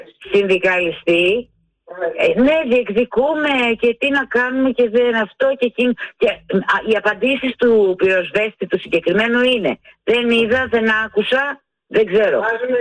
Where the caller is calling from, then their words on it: Eastern Macedonia and Thrace, Greece; Από εκεί είμαι, από τον Εύρο είμαι.